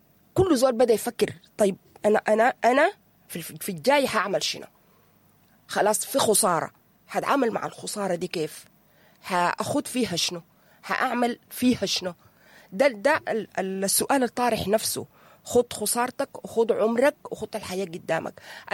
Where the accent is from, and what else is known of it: Sudan